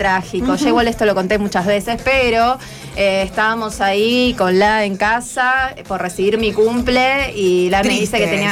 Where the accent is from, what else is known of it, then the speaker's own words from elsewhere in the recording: Rosario, Santa Fe, Argentina; Somos de acá de Rosario, las dos.